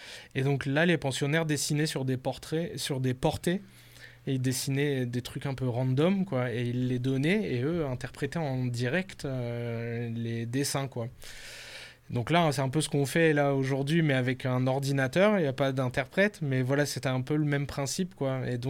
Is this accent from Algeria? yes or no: no; Villeneuve-sur-Lot, Nouvelle-Aquitaine, France; Moi, je viens du Lot-et-Garonne, Villeneuve-sur-Lot, et en fait après bon j'ai fait les Beaux-Arts à Toulouse